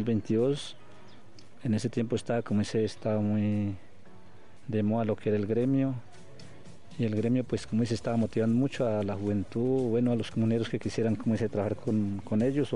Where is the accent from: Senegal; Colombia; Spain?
Colombia; Vereda del Carrizal; soy de la Vereda del Carrizal